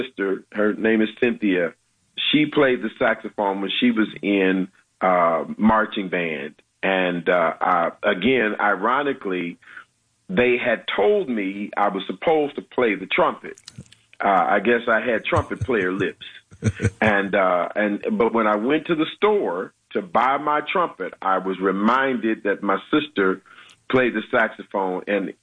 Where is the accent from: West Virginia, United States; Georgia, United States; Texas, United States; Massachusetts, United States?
Texas, United States; Fort Worth; my hometown. Which is Fort Worth, Texas.